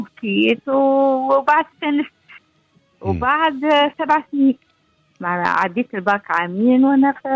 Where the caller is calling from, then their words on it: Tunis, Tunis Governorate, Tunisia; من تونس العاصمة